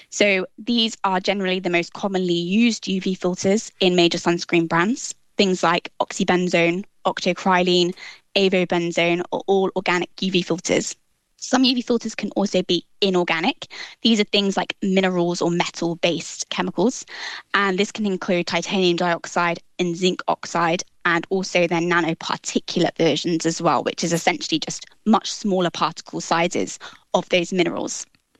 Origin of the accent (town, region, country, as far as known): South West England, United Kingdom; born or raised there